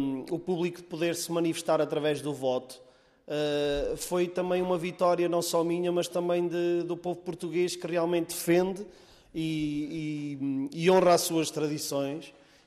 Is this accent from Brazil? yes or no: no; Dornelas do Zêzere, Centro, Portugal; Comecei de muito novo com o acordeão, no rancho da minha terra, do Ornelas do Zezer, e depois, mais tarde, comecei a puxar pelo fol, pelo acordeão